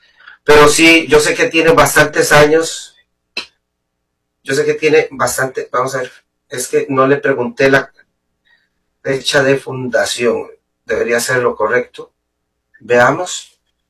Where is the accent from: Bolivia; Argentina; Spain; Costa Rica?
Costa Rica; como artista en este momento ya calificado como compositor costarricense, como artista nacional